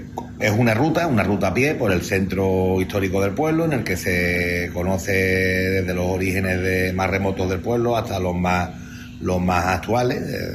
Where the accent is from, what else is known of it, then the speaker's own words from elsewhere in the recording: Pizarra, Andalusia, Spain; Bueno, pues una forma de conocer el pueblo para los que somos de Pizarra, y es una forma de conocer el pueblo para los que no son.